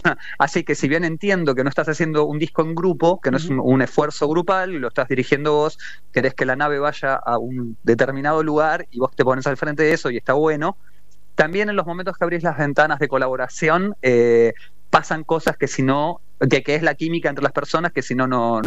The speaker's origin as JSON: {"language": "Spanish", "town": "Haedo", "region": "Buenos Aires Province", "country": "Argentina", "said": "soy un fiel representante del oeste del conurbano"}